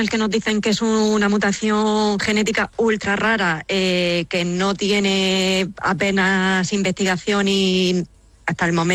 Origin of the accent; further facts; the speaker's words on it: Murcia, Region of Murcia, Spain; now in Granada, Spain; yo soy de Murcia, pero sí que vivimos en Granada.